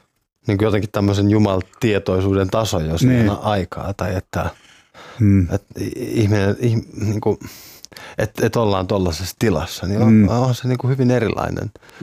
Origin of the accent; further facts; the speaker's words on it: Kotka, Kymenlaakso, Finland; also born or lived in Pyhtää; now in Porvoo, Finland; Siis me asutaan nyt Porvoossa. Mä oon Kotkasta kotosin.